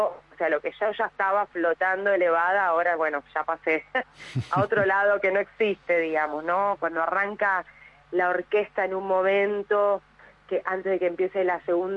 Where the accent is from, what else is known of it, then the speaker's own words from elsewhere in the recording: Buenos Aires, Argentina; tengo mi parte rockera que siempre fui así, yo soy porteña, así que bueno, nada, me gusta todo lo que es el rock.